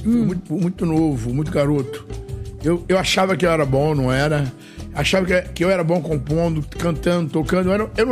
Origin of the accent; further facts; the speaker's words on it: Belo Horizonte, Minas Gerais, Brazil; Eu sou mineiro de Belo Horizonte.